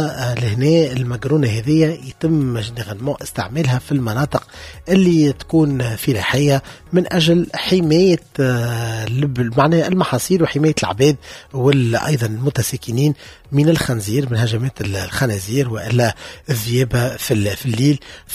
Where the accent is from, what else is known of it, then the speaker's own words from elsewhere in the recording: Tunisia; ما نعاودوش نسمعوا زيد كيف مثل هذه الكوارث تصير في بلادنا تونس